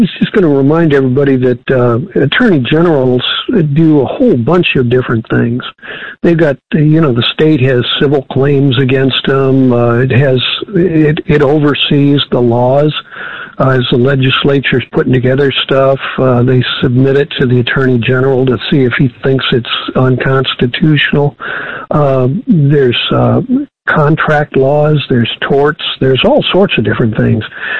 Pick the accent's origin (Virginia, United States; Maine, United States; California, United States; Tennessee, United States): California, United States; I'm the guy from California, so I'm not going to interfere my way into the state.